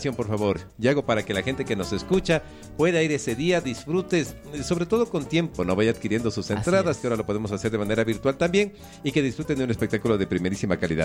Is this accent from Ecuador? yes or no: yes; Ecuador; nos identifica como ecuatorianos